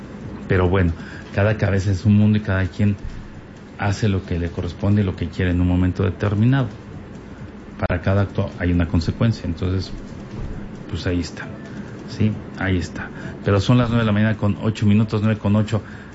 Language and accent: Spanish; Mexico; Pues creo que es que somos buenos mexicanos, buenísimos mexicanos.